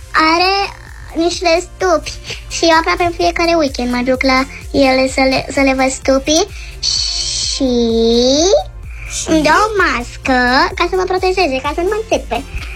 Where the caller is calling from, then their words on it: Sibiu, Sibiu County, Romania; din Sibiu, am 6 ani